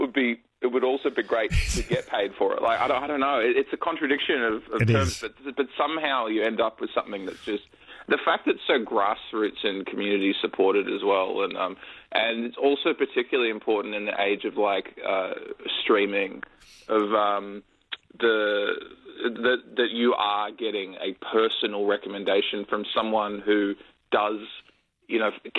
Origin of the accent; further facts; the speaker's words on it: Sydney, New South Wales, Australia; I'm from Sydney originally, and so I grew up with 2CR and FBI as well.